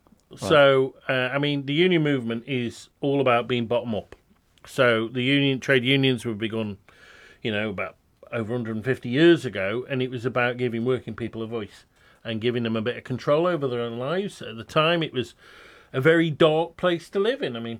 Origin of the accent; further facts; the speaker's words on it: Draycott in the Moors, West Midlands, United Kingdom; moved away as an adult; I grew up there on the edge of Stoke-on-Trent. And actually, although I'm not from the Black Country, in a way it feels like home, because I think our history's a bit dead similar. Working class area